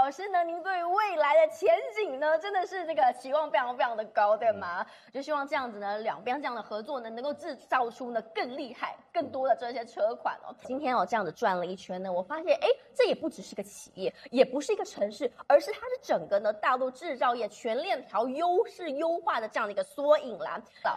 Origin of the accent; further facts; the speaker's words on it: Taiwan; 我是来自台湾